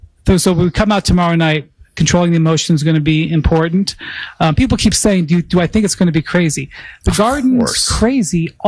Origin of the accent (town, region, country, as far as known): New York, United States